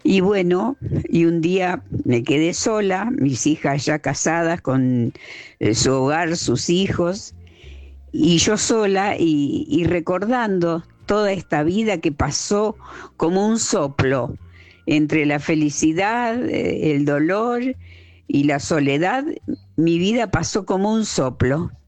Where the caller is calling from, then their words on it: Rosario, Santa Fe, Argentina; de Rosario.